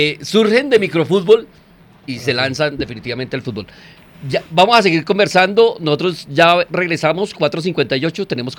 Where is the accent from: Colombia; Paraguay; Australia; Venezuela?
Colombia; born there; en el barrio donde yo nací, que fue el barrio Bellavista en el occidente, detrás de la Cruz Roja